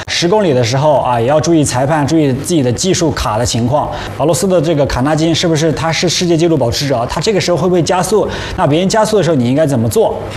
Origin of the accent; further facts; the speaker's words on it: Yunnan, China; 因为我本身我是来自云南的小城市嘛，我觉得我本身我就是一个特别朴实、特别感恩的人，然后去了，到了北京，到了首都了